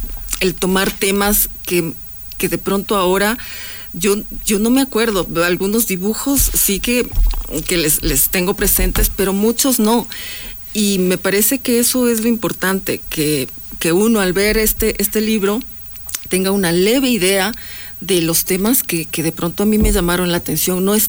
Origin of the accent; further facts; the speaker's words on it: Ecuador; nosotros como ecuatorianos